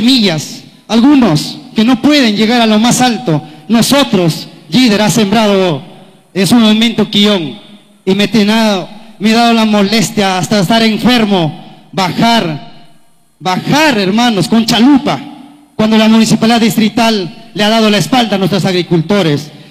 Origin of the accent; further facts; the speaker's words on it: Junín, Peru; born there; desde que nací, yo soy de Seto Polá, Chinchaysuyo